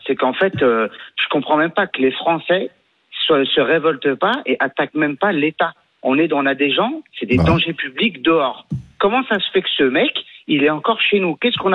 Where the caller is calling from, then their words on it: France; nous, en tant que Français